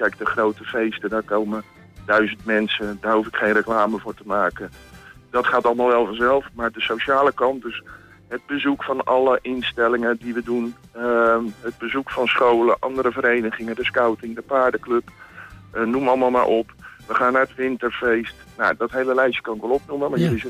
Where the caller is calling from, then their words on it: Voorhout, South Holland, Netherlands; We komen uit Voorhout, de handbalvereniging Voorhout.